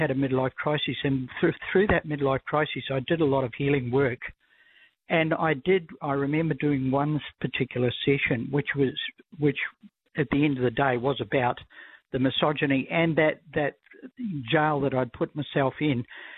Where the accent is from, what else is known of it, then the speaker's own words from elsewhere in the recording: Christchurch, Canterbury, New Zealand; I went back to my hometown, which is Christchurch, New Zealand